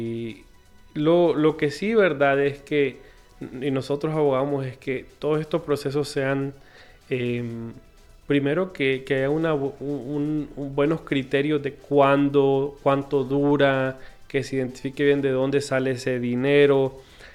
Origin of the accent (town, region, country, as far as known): Honduras